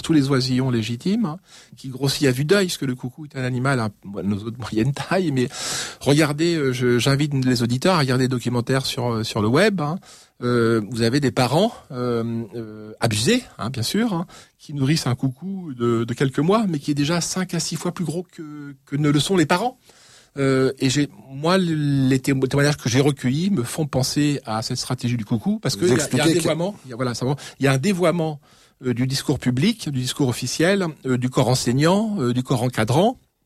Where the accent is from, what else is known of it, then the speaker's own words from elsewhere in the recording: Paris, Île-de-France, France; Moi, je suis parisien. Alors, je suis trop jeune, certes. Mais mes parents sont parisiens, petits bourgeois, mais quand même néanmoins parisiens.